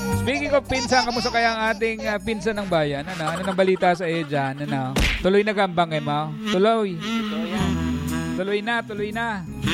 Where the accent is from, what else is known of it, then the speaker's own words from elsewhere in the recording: Mimaropa, Philippines; Sabi nga sa amin sa Marinduque